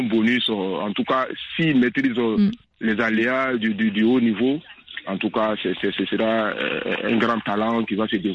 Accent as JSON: {"language": "French", "country": "Côte d’Ivoire", "said": "Ouais, une fierté, hein, parce que d'abord on est ivoirien."}